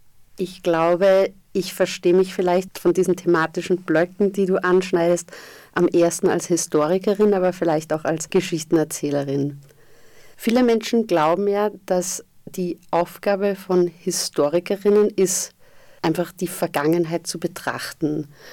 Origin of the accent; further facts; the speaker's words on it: Vienna, Austria; moved away; Also ich komme ja aus Wien eigentlich